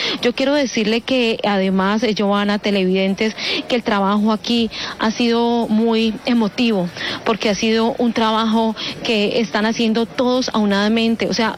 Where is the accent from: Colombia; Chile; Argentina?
Colombia; Cali, Valle del Cauca; lo que realmente somos los caleños.